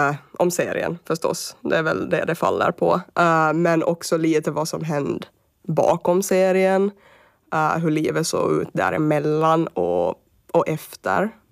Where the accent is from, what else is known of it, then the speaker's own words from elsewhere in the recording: Ostrobothnia, Finland; moved away as an adult; now in Åland, Finland; jag är ju från Österbotten ursprungligen och bodde där medan vi spelade in serien. Men nu hamnar jag på Åland